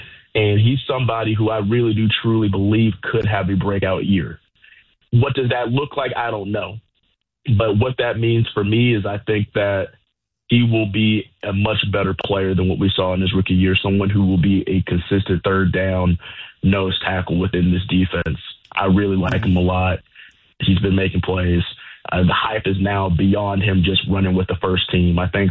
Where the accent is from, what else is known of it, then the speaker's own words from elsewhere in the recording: Alabama, United States; moved away; And obviously I'm from Alabama. I can take a little bit of heat. I like warm weather.